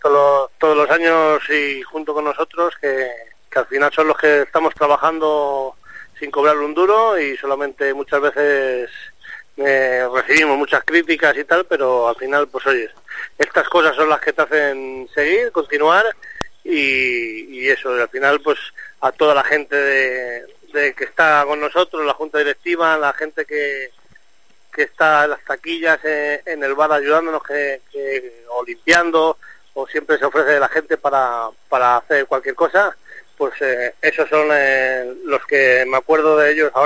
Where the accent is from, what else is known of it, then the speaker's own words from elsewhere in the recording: Turégano, Castile and León, Spain; somos un pueblo de 1.000 habitantes.